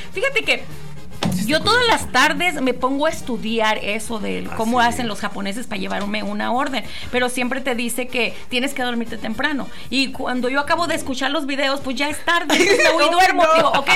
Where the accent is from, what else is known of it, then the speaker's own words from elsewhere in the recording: Mexico; now in United States; Entonces yo, como buena mexicana, me tomo mi chela